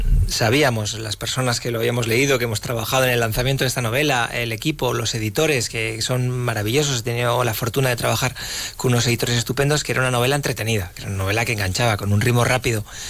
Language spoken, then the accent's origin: Spanish; Alcanadre, La Rioja, Spain; me hace mucha ilusión estar en mi pueblo.